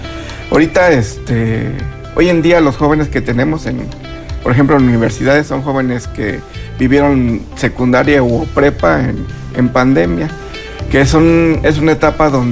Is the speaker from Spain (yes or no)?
no; Pedro Escobedo, Querétaro, Mexico; Yo soy del municipio de Pedro Escobedo.